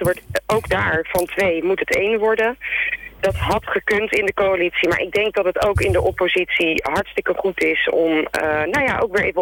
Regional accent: Dordrecht, South Holland, Netherlands; Ik ben een Dordtenaar, geboren en getogen.

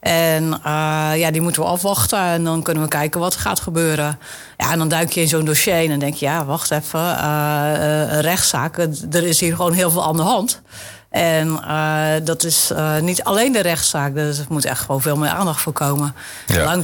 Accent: Zeeland, Netherlands

